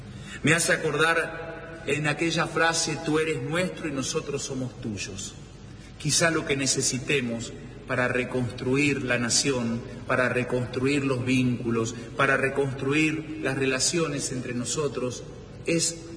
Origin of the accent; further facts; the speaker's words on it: Argentina; que como argentinos podamos reconstruir los vínculos, que sepamos que la solución a los problemas de nuestro país es entre todos, con todos.